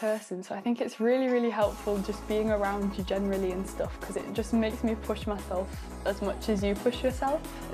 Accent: Halifax, Yorkshire and the Humber, United Kingdom; born there; I'm Halifaxian. I've lived in England most of my life.

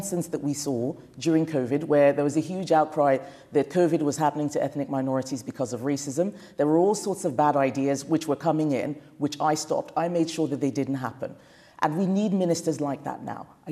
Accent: United Kingdom; Yes, we are a multiracial country, but we are all British. We should be sharing one culture.

